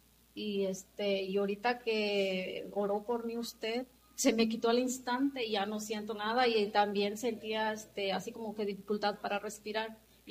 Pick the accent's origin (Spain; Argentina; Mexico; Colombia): Mexico; Tancanhuitz, San Luis Potosí; Soy de Tancanuis, pero en una comunidad llamada Cuatlameyán.